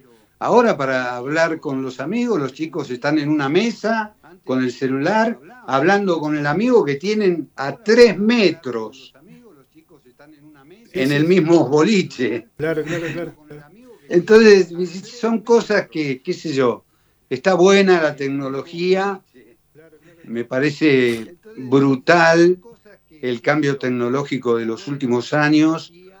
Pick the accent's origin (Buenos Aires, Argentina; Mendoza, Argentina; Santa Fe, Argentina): Buenos Aires, Argentina; moved away as an adult; now in Salta, Argentina; nací en Capital